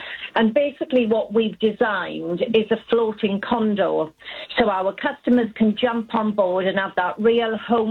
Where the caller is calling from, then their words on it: United Kingdom; I'm calling you from the sunny UK.